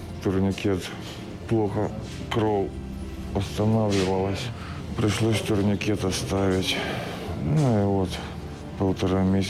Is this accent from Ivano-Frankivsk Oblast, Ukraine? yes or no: no; Chasiv Yar, Donetsk Oblast, Ukraine; Родом з Часов'яри. На війні вже 4 роки. Працював на заводі.